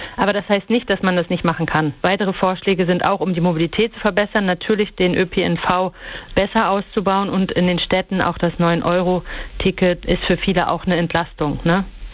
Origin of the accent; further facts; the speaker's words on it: Freiberg, Saxony, Germany; Und ich muss sagen, ich bin in Freiberg aufgewachsen und ich kenne genau die Sorgen der Menschen, die sie ausgesprochen haben.